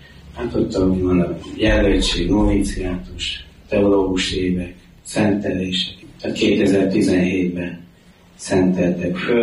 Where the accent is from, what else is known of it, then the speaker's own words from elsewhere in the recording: Györköny, Tolna, Hungary; also born or lived in Baks; Egy kis faluban nőttem fel, Bakson születtem, de Baks mellett Györkönyben nőttem fel.